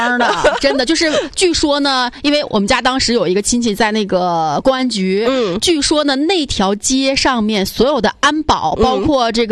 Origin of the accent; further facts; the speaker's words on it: Huadian, Jilin, China; moved away; 那说到我们的家乡化点呢